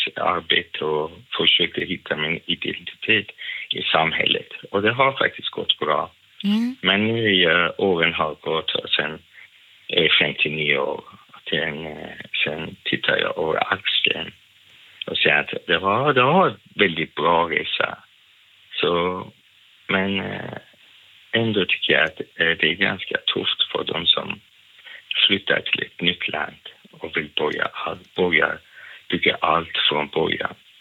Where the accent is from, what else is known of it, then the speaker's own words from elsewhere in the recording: Iran; now in Sweden; Jag kom från Iran.